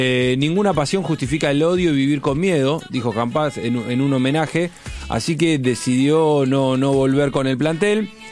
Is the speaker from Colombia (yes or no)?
yes; Colombia; sé la tristeza que hoy sentimos como colombianos.